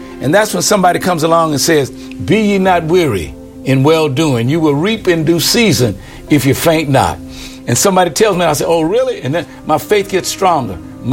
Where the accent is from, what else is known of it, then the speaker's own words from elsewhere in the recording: Wichita, Kansas, United States; born there; I was born there in Wichita.